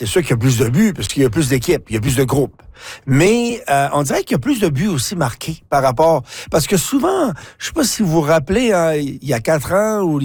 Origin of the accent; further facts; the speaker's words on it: Quebec, Canada; now in Manitoba, Canada; moi, c'est intéressant parce que quand je suis arrivé au Manitoba du Québec en 1996